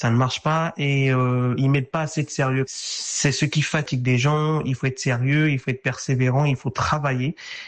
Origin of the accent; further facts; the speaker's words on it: Republic of the Congo; now in Le Mans, France; Moi, je suis originaire de la République du Congo, dont la capitale est Brazzaville.